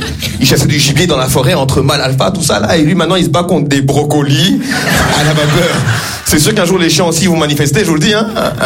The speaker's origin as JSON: {"language": "French", "country": "Rwanda", "moved": "yes", "lives_now": "France", "said": "Là en ce moment je suis un Rwandais content"}